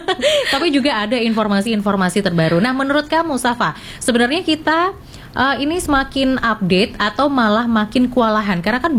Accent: Java, Indonesia; takutnya nanti kan karena aku orang Jawa gitu

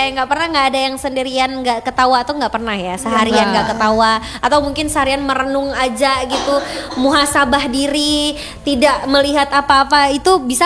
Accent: Aceh, Indonesia; kalau kita orang Aceh itu sanga-sanga.

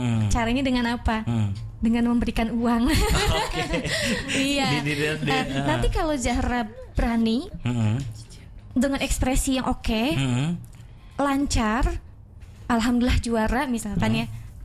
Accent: West Java, Indonesia; Oh, kalau yeah, saya mah orang Sunda.

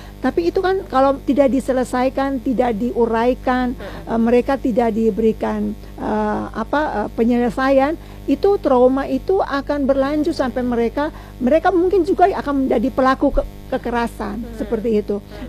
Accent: Ambon, Maluku, Indonesia; kita kan orang Ambon

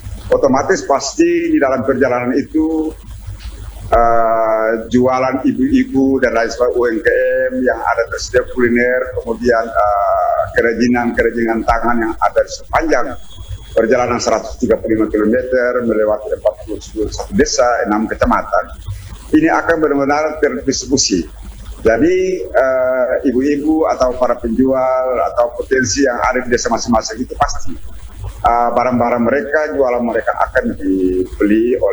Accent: North Maluku, Indonesia; budaya kita orang Sula

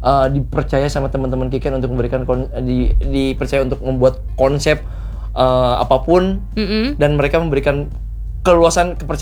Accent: Sukabumi, West Java, Indonesia; Cicuruk abis itu Cibadak, Cibadak. Baru kota saya.

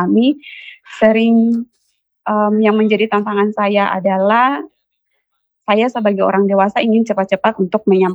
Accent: Kupang, East Nusa Tenggara, Indonesia; accent: Kupang; ini pakai logat Kupang saya.

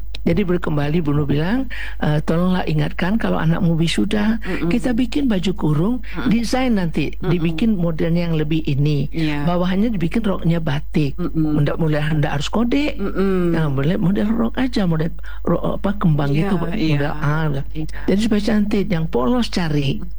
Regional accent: West Sumatra, Indonesia

